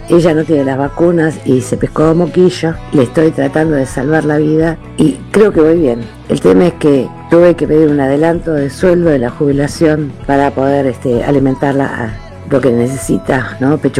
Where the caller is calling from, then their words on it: Alejandro Korn, Buenos Aires Province, Argentina; vivo en Alejandro Cor, jubilada, vivo sola